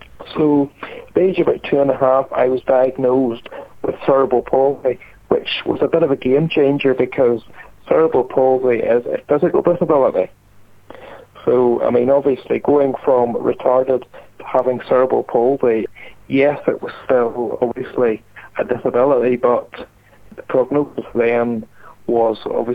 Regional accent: Ballymena, Northern Ireland, United Kingdom; campaigning for a special school for children with physical disabilities to be opened in my hometown of Ballymena.

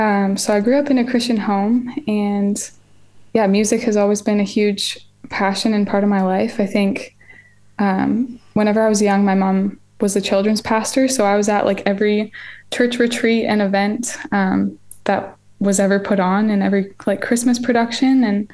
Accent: Ottawa, Ontario, Canada; I grew up in Ottawa, Ontario, so the capital. And I've been here all 23 years.

